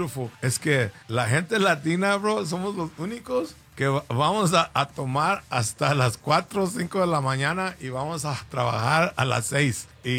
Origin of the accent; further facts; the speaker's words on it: Mexico; born there; Spanish is a second language; Yo nací en México, ¿verdad?